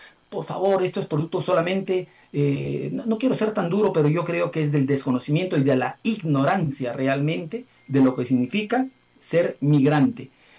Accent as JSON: {"language": "Spanish", "country": "Peru", "moved": "yes", "said": "como peruanos que somos"}